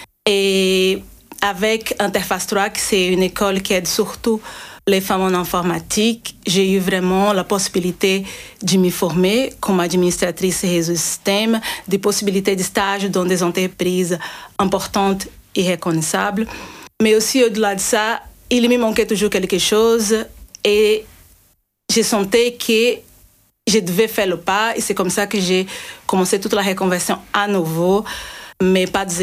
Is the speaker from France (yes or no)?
no; Brazil; now in Belgium; je suis originaire du Brésil. Et je suis en Belgique depuis un petit peu de temps.